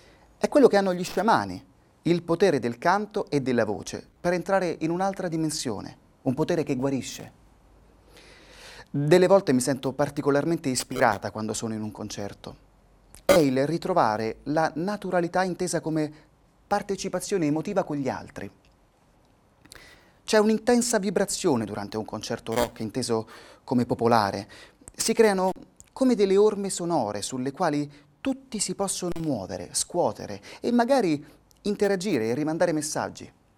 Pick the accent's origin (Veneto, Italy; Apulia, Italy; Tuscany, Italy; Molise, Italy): Tuscany, Italy; Siena; born there; La mia voce è l'appartenenza alla mia terra. Un'appartenenza di nascita, nel mio caso toscana, perché io sono di Siena e ancor di più Fontebranda e della campagna toscana.